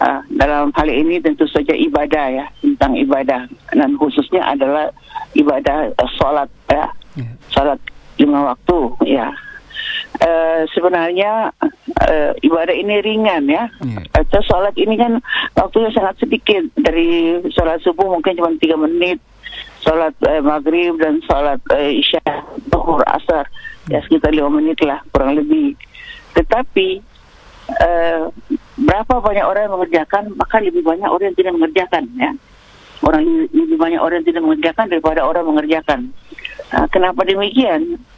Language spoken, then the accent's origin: Indonesian; North Maluku, Indonesia; also born or lived in Ambon; Ternate itu suasananya kan beda ya, auranya beda karena memang di sini mayoritas muslim ya. Tapi secara budaya kita di Maluku Utara itu beda dengan di daerah lain